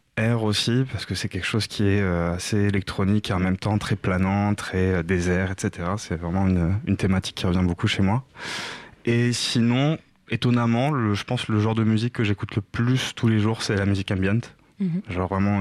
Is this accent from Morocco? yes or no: yes; Morocco; moved away; je viens du Maroc